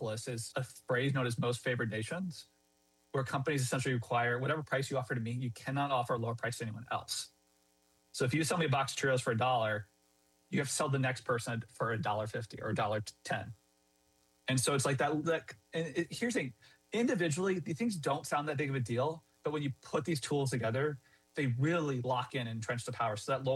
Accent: Iowa, United States; Like I'm from Iowa.

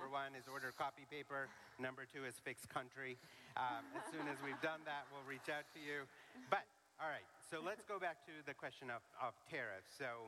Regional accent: Canada; I'm a Canadian too, by the way.

